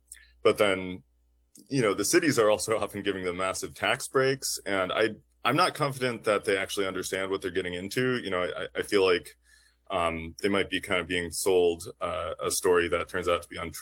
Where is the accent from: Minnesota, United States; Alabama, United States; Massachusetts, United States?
Minnesota, United States; Duluth; born or raised there